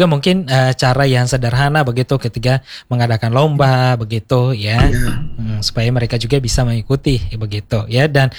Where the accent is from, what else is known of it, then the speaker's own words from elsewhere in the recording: Kupang, East Nusa Tenggara, Indonesia; beta-beta orang Kupang